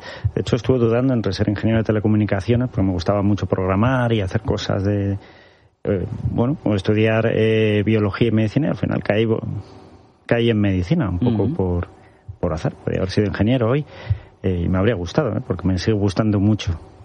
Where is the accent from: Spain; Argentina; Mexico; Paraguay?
Spain; Collado Villalba, Community of Madrid; básicamente crecí en Villalba, que es un pueblo de la Sierra de Madrid, que muchos conoceréis. Fui en colegio público, como tantos otros.